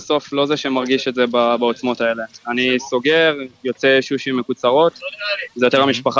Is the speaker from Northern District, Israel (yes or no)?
yes; Kiryat Shmona, Northern District, Israel; אני מקריית שמונה.